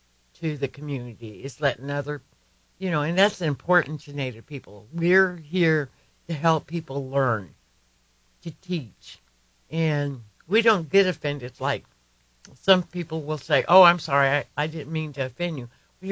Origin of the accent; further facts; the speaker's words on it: Oklahoma, United States; I came from Oklahoma. And when I was little, we had gatherings, but they were like the neighborhood, my cousins, my aunts and uncles